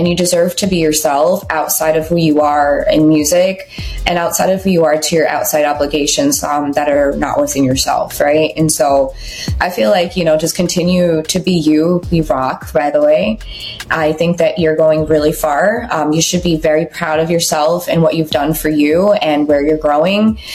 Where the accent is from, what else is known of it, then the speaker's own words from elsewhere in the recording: New York, United States; So I'm just like, as a New Yorker, I'm like, you know what, I need to just go to a just major Filipino area and just go eat the food.